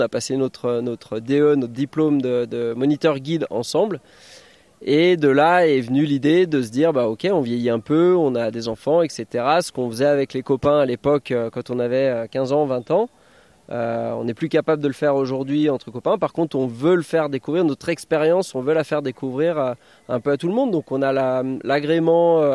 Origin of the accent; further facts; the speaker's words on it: Morzine, Auvergne-Rhône-Alpes, France; Moi, je suis né à Morzine